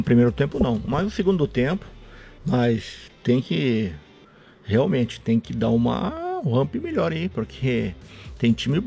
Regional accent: Brazil; Sou brasileiro

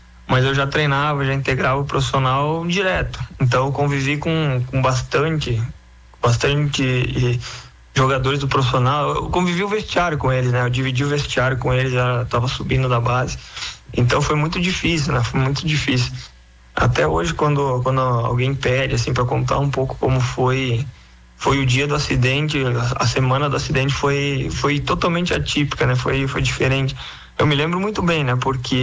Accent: Jacutinga, Rio Grande do Sul, Brazil; eu sou gaúcho de Erechim, uma cidade do lado de Jacutinga, na verdade, né? Uma cidade do lado de Erechim.

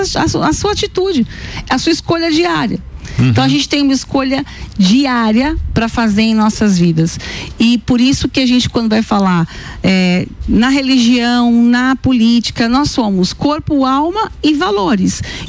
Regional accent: São Paulo, Brazil; Sou paulistana, mas são de Natal.

